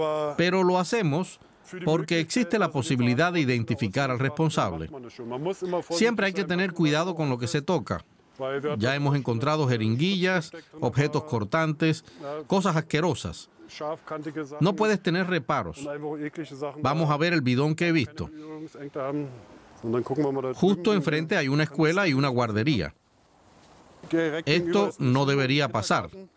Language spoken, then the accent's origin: Spanish; Netherlands; Soy de Holanda, nací allí y nunca vi esto. Recuerdo que hace 20 años, cuando había basura cerca de mi escuela, El ayuntamiento colocaba contenedores enormes.